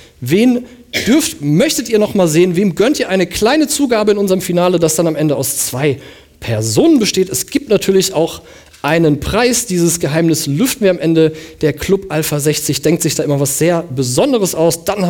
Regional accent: Southern Germany, Germany; wie ich als Süddeutscher eigentlich natürlicherweise sagen würde.

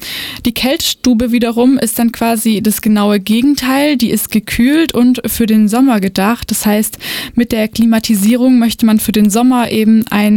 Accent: Rottweil, Baden-Württemberg, Germany; Da gibt es zum Beispiel in meiner Heimatstadt Rottweil auch eine, bei der ich mal war.

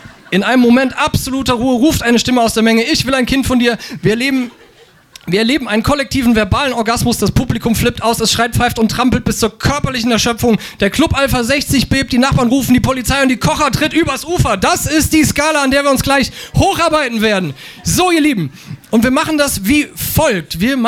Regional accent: Southern Germany, Germany; als Süddeutscher

